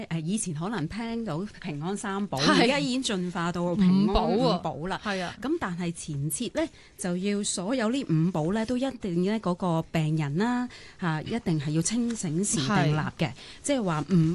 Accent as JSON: {"language": "Cantonese", "country": "China", "said": "但係有多時候，可能我哋中國人啊，都比較難於啟齒嘅。"}